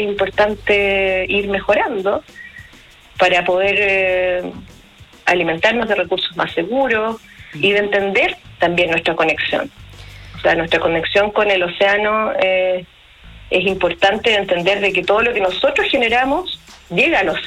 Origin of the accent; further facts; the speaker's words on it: Valparaíso, Chile; yo por lo menos soy porteña y vivía aquí. Eso. Y antes uno pasaba por la costa y ni siquiera podía ver en Valparaíso, ¿no es cierto? La gran bahía de Valparaíso.